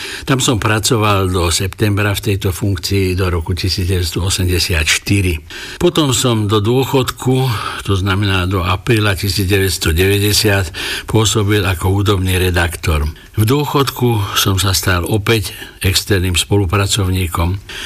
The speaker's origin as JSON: {"language": "Slovak", "town": "Veľké Kostoľany", "region": "Trnava Region", "country": "Slovakia", "tie": "born or raised there", "also_born_or_lived": "Zohor / Gajary / Bratislava", "said": "Mladé roky som strávil nie len vo Veľkých Kostolanoch. Narodil som sa v Zohore, potom sme bývali v Gajaroch, potom vo Veľkých Kostolanoch, potom som išiel do Bratislavy"}